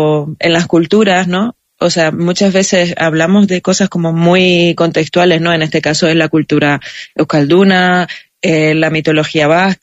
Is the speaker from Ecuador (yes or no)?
no; Nicaragua; now in Spain; O sea, ya yo no solamente soy nicaragüense, sino que ya el hablar euskera, vivir dentro de la cultura euskalduna, etcétera, etcétera.